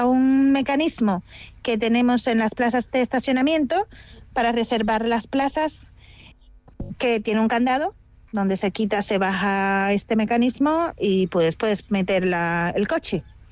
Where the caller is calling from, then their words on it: Canary Islands, Spain; os estoy llamando de Gran Canaria